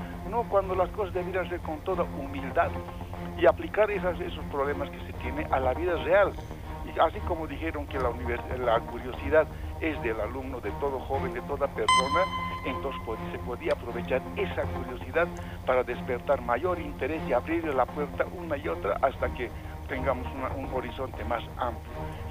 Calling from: La Paz, Bolivia; desde Villa Fátima.

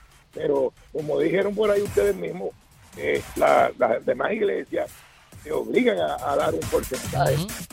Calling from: La Vega, Dominican Republic; en mi pueblo de La Vega

